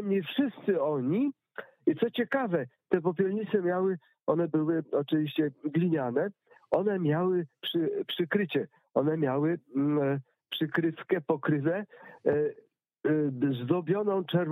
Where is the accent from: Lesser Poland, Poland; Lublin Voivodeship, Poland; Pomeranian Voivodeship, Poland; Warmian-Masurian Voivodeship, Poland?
Pomeranian Voivodeship, Poland; I chcę opowiedzieć anegdotkę z moich rodzinnych stron, mianowicie Kaszuby